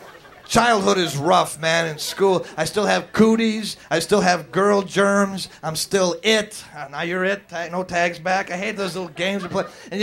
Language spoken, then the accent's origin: English; Wisconsin, United States; born or raised there